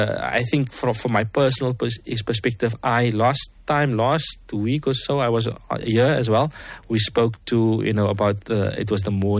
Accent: Western Cape, South Africa; Again, I grew up in Lavendale. I was around the man drugs

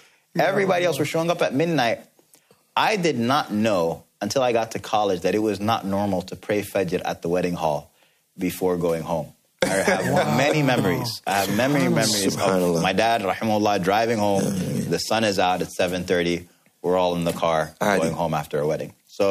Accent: Sudan; also born or lived in New York, United States; I'm from Sudan. Mm. I lived most of my life outside of 4 years that I did in Sudan.

